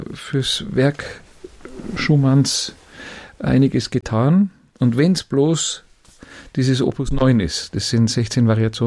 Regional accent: Bavaria, Germany; wir würden als Bayer sagen, eine Verhunakelung.

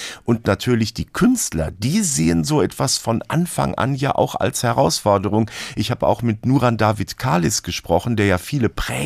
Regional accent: North Rhine-Westphalia, Germany; Ich komme ja aus dem Ruhrgebiet und wir haben nicht nur die Ruhrtriennale, sondern ohne Ende Kulturveranstaltungen

